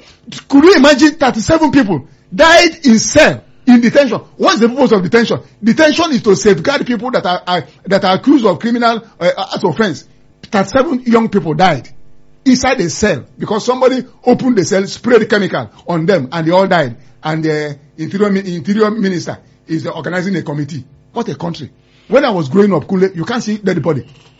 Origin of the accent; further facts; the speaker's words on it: Nigeria; As a Nigerian